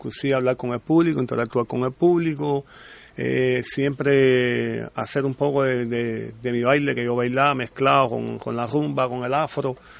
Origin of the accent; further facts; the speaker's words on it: Cuba; ese amor tan íntimo, tan profundo, que me identifica a mí como cubano